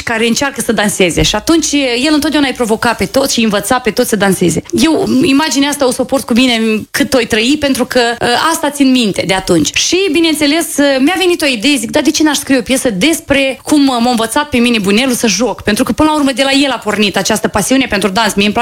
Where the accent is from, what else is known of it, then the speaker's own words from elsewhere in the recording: Bujor, Hîncești District, Moldova; la Bujor, în satul meu de Baștin, acolo unde au crescut și copiii, cresc și eu și unde am copilărit.